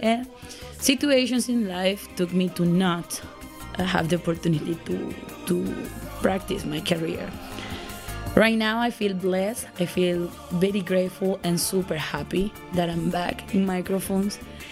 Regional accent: Maracaibo, Zulia, Venezuela; English is a second language; moved away as an adult; also born or lived in Peru; I'm from Maracaibo, Venezuela. I'm a journalist, I'm a chef

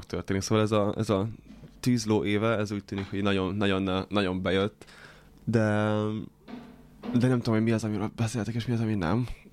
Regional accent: Romania; now in Hungary; otthon Romániában

